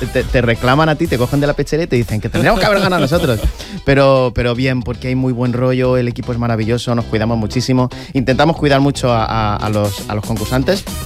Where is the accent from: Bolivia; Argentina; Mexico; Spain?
Spain; Villena, Valencian Community; Pues ahora es que mi pueblo, Villena, participó. Yo soy de Villena.